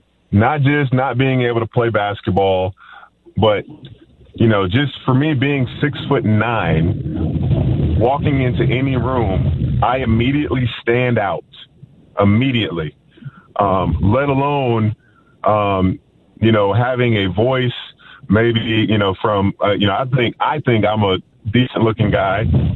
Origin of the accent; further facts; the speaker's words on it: Jacksonville, Florida, United States; Yes, I'm from Jacksonville, Florida.